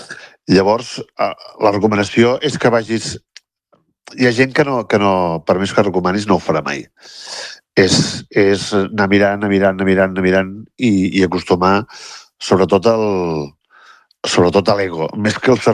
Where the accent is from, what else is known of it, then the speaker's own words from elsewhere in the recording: Vilanova i la Geltrú, Catalonia, Spain; jo soc de Vilanova i la Geltrú